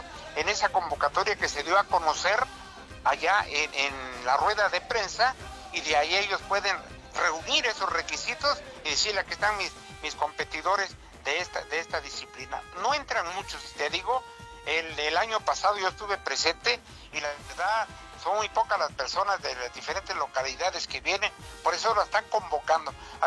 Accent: Tlaxiaco, Oaxaca, Mexico; Sabe que yo soy de Tlaxiaco

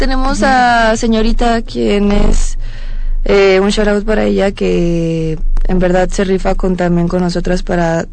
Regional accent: Mexico; nosotros como mexicanos

